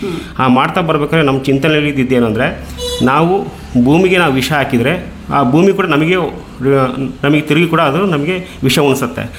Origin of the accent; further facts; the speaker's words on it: Karnataka, India; ಮೂಲತಃ ನಾನು ಬಂದ್ಬಿಟ್ಟು ಅಬ್ಬಳಗೆರೆ ಹತ್ರ ಕಲ್ಗುಂಗುರು, ನನ್ನ ಹಳ್ಳಿ ಒಂದು ಸಣ್ಣ, ಅದೊಂದು ಕುಗ್ರಾಮ. ಸಿಟಿಯಿಂದ ಹೆಚ್ಚು ಕಡಿಮೆ ಒಂದು 10 ಕಿಲೋಮೀಟ್ರ್ ನಿಯರೆಸ್ಟಲ್ಲಿದೆ. ಅಲ್ಲಿ ಇರ್ತಕ್ಕಂಥದ್ದು ನಾವು ತುಂಬಾ, ನಾವು ಹಳ್ಳಿ ರೈತರು